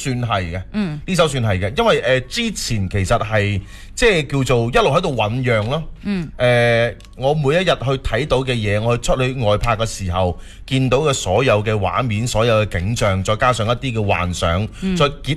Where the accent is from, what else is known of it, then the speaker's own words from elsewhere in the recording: Foshan, Guangdong, China; accent: Chancheng Foshan; also born or lived in Xiqiao, Nanhai; 我喺禅城大咁样可能会带一啲嘅呢个禅城佛山嘅口音。